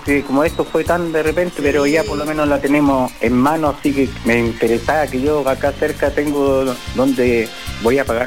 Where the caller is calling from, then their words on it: Chile; Y como todo chileno a última hora